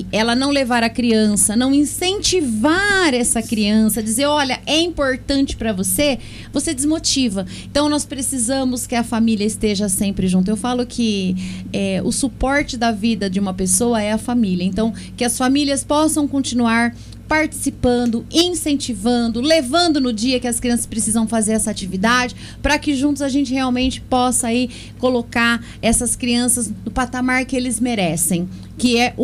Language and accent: Portuguese; Brazil; eu tenho muito orgulho de dizer que eu sou brasileira com muito orgulho